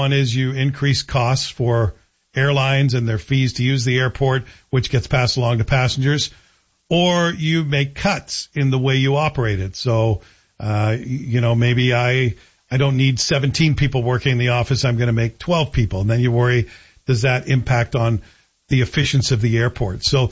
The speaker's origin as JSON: {"language": "English", "country": "Canada", "said": "And as a passenger and as a Canadian, I'm in."}